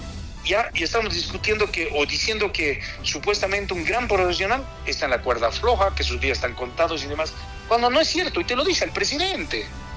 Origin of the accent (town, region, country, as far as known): La Paz, Bolivia